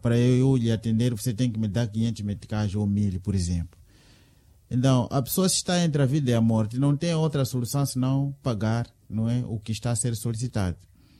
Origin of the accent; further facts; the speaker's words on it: Mozambique; O que nós temos que fazer é nos unirmos como moçambicanos